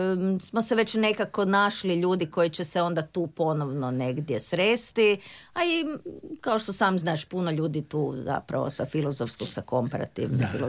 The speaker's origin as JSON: {"language": "Croatian", "town": "Zagreb", "region": "City of Zagreb", "country": "Croatia", "tie": "born or raised there", "said": "Da, ja sam rođena u Zagrebu, tu sam završila gimnaziju, filozofski fakultet, komparativnu književnost i filozofiju"}